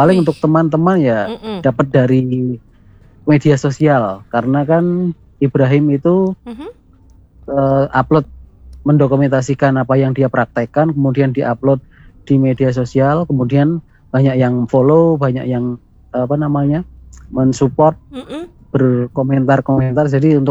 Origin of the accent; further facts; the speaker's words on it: Boyolali, Central Java, Indonesia; Karena saya itu dari Boyolali Utara ke kota, ke pusat kota itu 1,5 jam perjalanan.